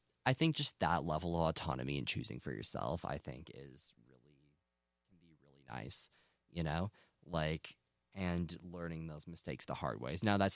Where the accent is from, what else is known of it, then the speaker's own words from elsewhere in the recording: Minnesota, United States; Where's where I'm from? I'm from Minnesota.